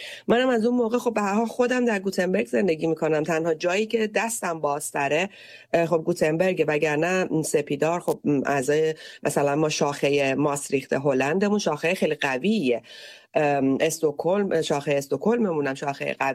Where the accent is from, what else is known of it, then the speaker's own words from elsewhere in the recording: Iran; moved away; تک تک ما ایرانی های ایران دوست و عاشق سرزمینمون